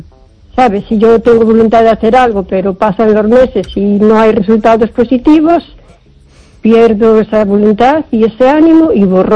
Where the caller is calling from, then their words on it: O Carballiño, Galicia, Spain; Buenas noches, Esther … de Carballiño.